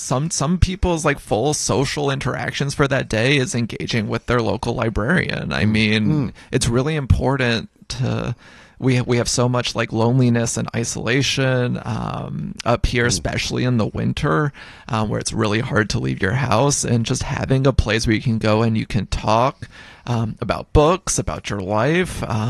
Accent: Nashville, Tennessee, United States; now in Red Hook, United States; So I grew up in Nashville, Tennessee.

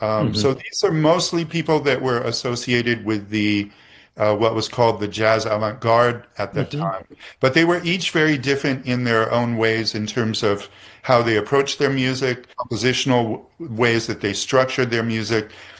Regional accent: California, United States; We came from the San Francisco Bay Area.

